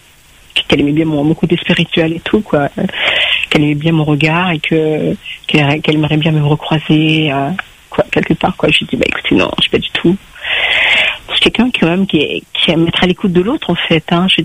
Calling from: Saint-Denis, Réunion; Alors moi, je suis sur Saint-Denis.

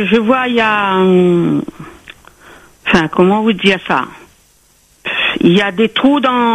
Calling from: Le Port, Réunion; En fait, moi j'habite vers le port.

